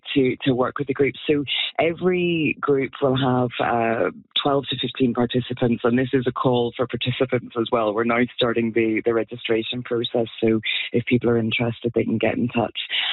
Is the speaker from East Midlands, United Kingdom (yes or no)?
no; Northern Ireland, United Kingdom; now in Canada; I'm an immigrant myself. I'm from Northern Ireland. I've been in Quebec for 9 years and Bas-Saint-Laurent for the last three.